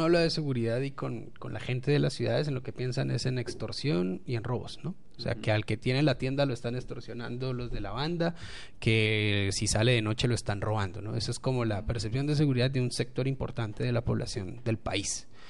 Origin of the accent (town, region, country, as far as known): Colombia